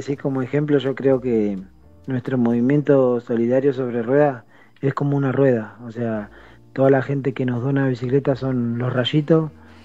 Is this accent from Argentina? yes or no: yes; Argentina; me crié entrenando en La Barda, que es acá, pegadito a estos barrios